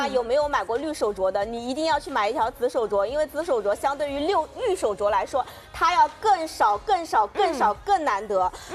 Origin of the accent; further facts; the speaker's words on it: China; 我们中国人